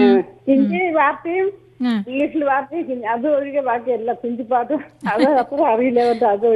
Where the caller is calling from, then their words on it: Puthanur, Kerala, India; പാലക്കാട് പുത്തനൂരാണ് സ്ഥലം.